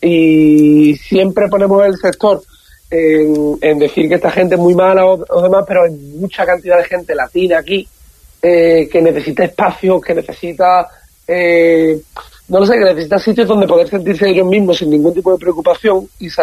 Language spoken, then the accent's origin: Spanish; Málaga, Andalusia, Spain; nosotros, como malagueños también